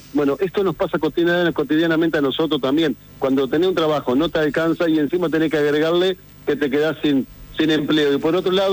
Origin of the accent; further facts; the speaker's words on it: Concepción del Uruguay, Entre Ríos, Argentina; Yo vengo de una localidad, vivo en una localidad, soy oriundo de Concepción del Uruguay